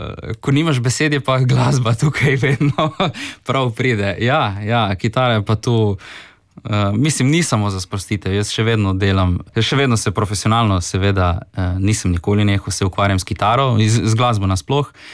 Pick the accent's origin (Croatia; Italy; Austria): Croatia; Rijeka, Primorje-Gorski Kotar County; Ja, evo, tako da smo očitno ti reški Slovenci, smo srečni, ne vem.